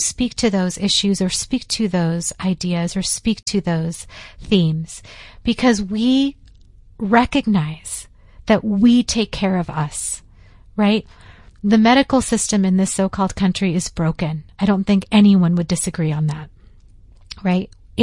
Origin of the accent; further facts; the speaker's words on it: San Francisco, California, United States; I grew up in San Francisco listening to KPFA on my mom's car radio.